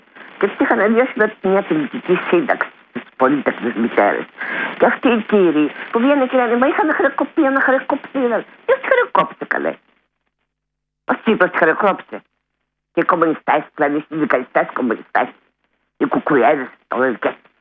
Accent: Gargalianoi, Peloponnese, Greece; στην πατρίδα μου στου Γαργαλιάδους

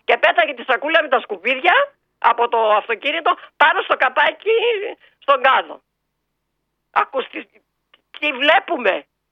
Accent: Metsovo, Epirus, Greece; εδώ στην πατρίδα μου, στο Μέτσο

